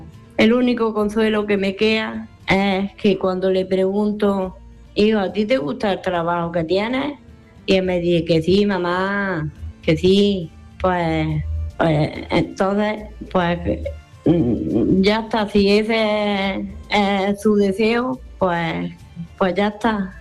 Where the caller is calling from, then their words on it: Granada, Andalusia, Spain; de Graná.